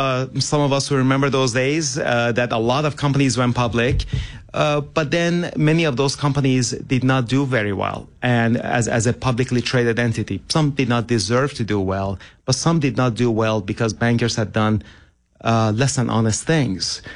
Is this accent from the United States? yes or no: no; Iran; born or raised there; English is a second language